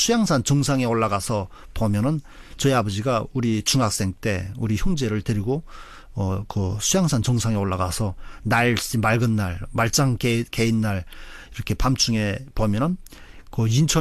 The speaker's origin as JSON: {"language": "Korean", "country": "North Korea", "tie": "born or raised there", "moved": "as an adult", "lives_now": "South Korea", "said": "북한에 있을 때 탈북을 준비하면서는"}